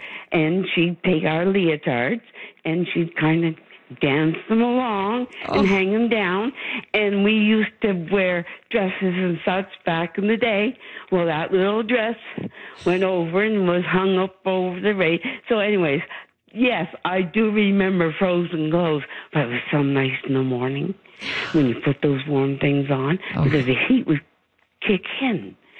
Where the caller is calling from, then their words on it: St. John's, Newfoundland and Labrador, Canada; Calling from St. John's, Newfoundland. And I've lived in all the Atlantic provinces.